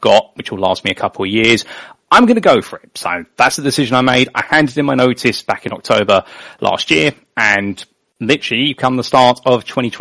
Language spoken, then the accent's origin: English; United Kingdom; born or raised there